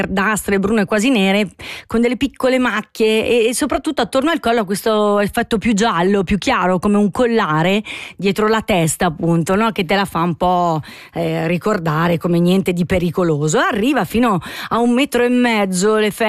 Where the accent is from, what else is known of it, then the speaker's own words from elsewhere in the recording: Ticino, Switzerland; dalle nostre parti in Ticino